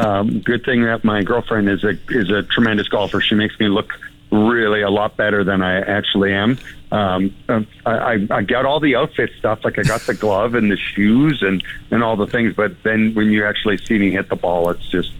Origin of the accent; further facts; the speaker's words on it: Canada; here in my hometown